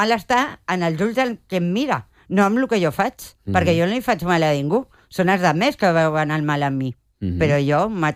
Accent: Barcelona, Catalonia, Spain; jo soc de Barcelona

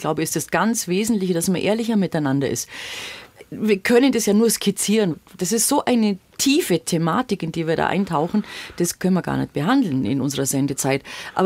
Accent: Bavaria, Germany; Und auch bei uns in Bayern gibt es ja Gegenden, wir schauen nach Franken, die leiden ja drunter.

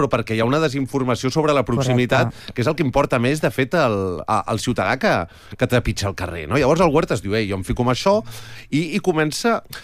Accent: Barcelona, Catalonia, Spain; alguns oients ja sabeu que sóc del Guinardó

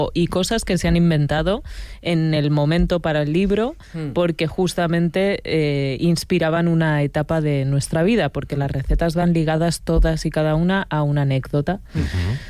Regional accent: Extremadura, Spain; Es que yo soy muy extremeña.

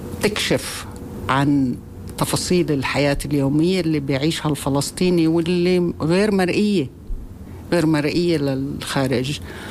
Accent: Palestine; also born or lived in Canada; تجاربنا كفلسطينيين

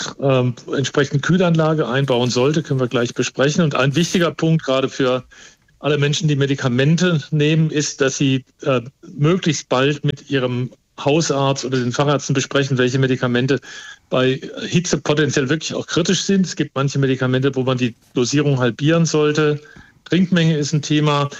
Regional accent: Frankfurt, Hesse, Germany; ich bin in Frankfurt aufgewachsen

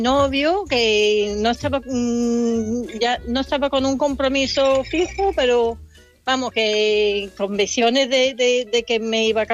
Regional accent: England, United Kingdom; Spanish is a second language; yo soy inglesa, pero puedo hablar en cateto español si quieren.

